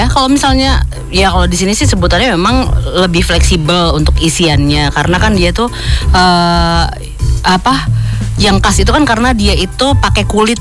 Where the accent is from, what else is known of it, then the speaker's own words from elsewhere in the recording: Semarang, Central Java, Indonesia; kita sebagai warga Semarang